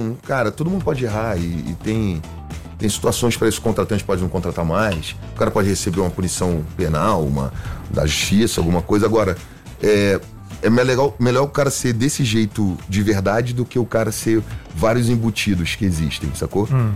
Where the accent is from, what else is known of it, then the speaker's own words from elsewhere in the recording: Rio de Janeiro, Brazil; aí falou de um jeito diferente comigo, sou carioca